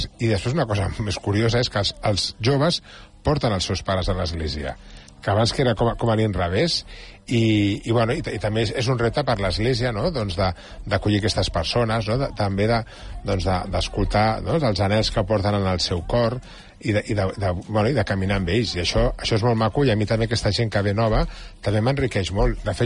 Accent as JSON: {"language": "Catalan", "town": "L'Hospitalet de Llobregat", "region": "Catalonia", "country": "Spain", "said": "Jo soc d'Hospitalet, no?, ja l'he dit abans a la Carme, no?, i un punt de flamenquilla d'Hospitalet també el porto."}